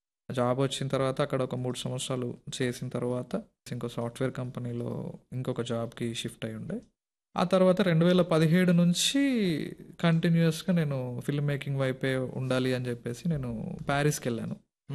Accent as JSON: {"language": "Telugu", "town": "Bollepalli", "region": "Telangana", "country": "India", "tie": "born or raised there", "also_born_or_lived": "Nagarjuna Sagar", "said": "మాది సొంత ఊరు భువనగిరి దగ్గర బొల్లేపల్లి, రావినారాయణ రెడ్డి గారి గ్రామము."}